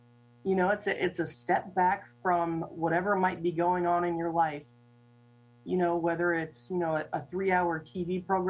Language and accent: English; Abington, Pennsylvania, United States; I grew up in a suburb just outside of Philadelphia called Abington. Very small, middle-class, you know, suburban neighborhood.